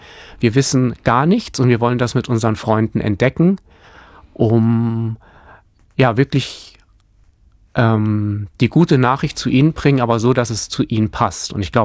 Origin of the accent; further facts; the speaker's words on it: Hamburg, Germany; ich bin ja selber Hamburger